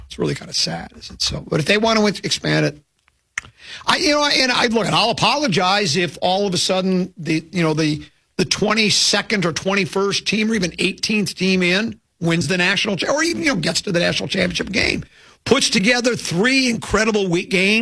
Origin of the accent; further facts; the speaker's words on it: Detroit, Michigan, United States; I was born in Detroit.